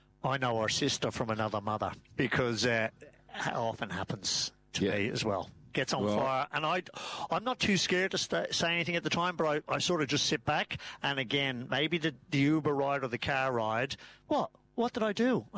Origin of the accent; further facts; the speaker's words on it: Australia; also born or lived in Ireland; I'm Irish